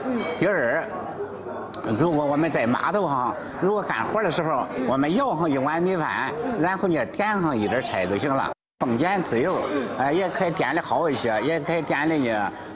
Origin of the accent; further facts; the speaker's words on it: Jining, Shandong, China; 我们济宁